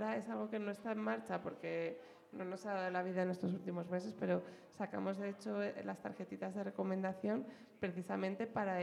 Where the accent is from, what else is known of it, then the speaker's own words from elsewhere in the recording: Cercedilla, Community of Madrid, Spain; born there; yo de hecho viví en Cercedilla como de los 10 a los 28 o así